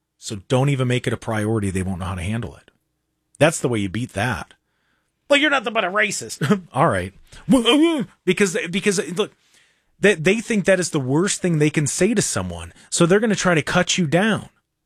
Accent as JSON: {"language": "English", "town": "Cleveland", "region": "Ohio", "country": "United States", "said": "we wear the fact that we're from Ohio and that we're from Cleveland. We wear it proudly."}